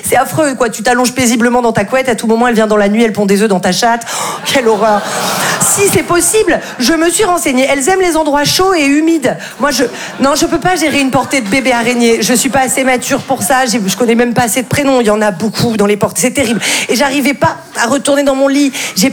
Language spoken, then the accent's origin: French; Val-de-Blore, Provence-Alpes-Côte d'Azur, France; c'est vrai que là d'où je viens, c'était assez compliqué les trajets en ambulance, parce que moi je viens d'un tout petit village qui s'appelle Val-de-Blore. Connaissez ? Non, évidemment. Personne ne connaît Val-de-Blore. C'est minuscule, c'est sublime